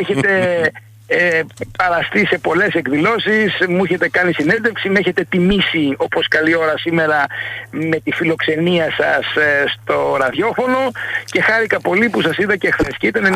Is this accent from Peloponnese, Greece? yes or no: no; Kefalonia, Ionian Islands, Greece; Είμαι και Κεφαλονίτης